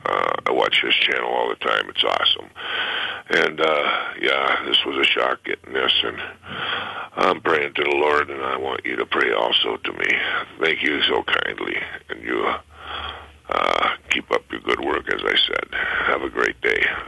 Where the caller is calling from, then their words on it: Battle Lake, Minnesota, United States; I'm from Battle Lake. It's in Minnesota